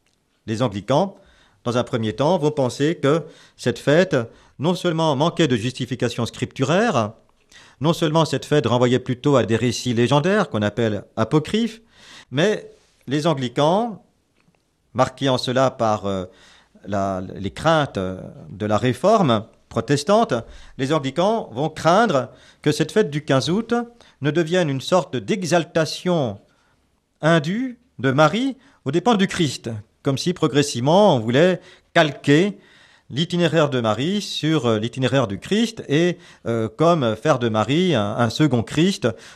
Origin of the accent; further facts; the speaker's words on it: England, United Kingdom; accent: English; French is a second language; Excusez toujours mon accent anglais inimitable, donc dans le livre des prières communes.